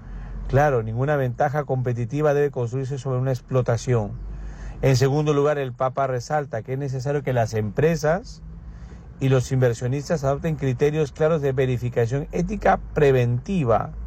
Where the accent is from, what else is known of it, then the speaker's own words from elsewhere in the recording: Peru; also born or lived in Pamplona, Spain; en mi país, aquí en Perú